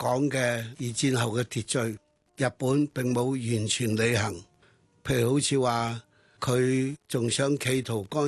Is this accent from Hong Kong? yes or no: yes; Hong Kong; 我哋香港人挨咗3年8個月日本人嘅佔領嘅殘害